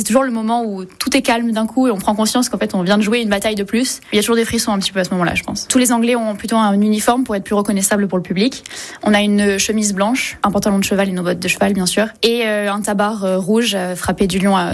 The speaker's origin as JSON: {"language": "French", "town": "Saint-Émilion", "region": "Nouvelle-Aquitaine", "country": "France", "tie": "born or raised there", "also_born_or_lived": "Libourne", "said": "j'ai 21 ans. Et je suis née à Libourne, j'ai grandi à Saint-Émilion."}